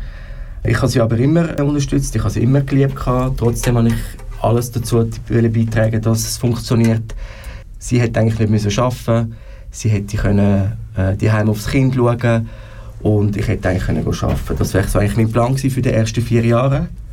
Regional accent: Zurich, Switzerland; Ich bin wohnhaft in Zürich, in der Stadt Zürich aufgewachsen. Ich bin selber nur mit meiner Mutter aufgewachsen damals.

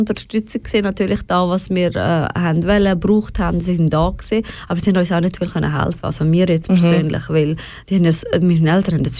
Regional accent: Wolhusen, Lucerne, Switzerland; born there; German is a second language; Wir waren zu Wollhausen zu Hause damals. Jetzt bin ich nicht mehr zu Wollhausen, aber zu Wollhausen zu Hause

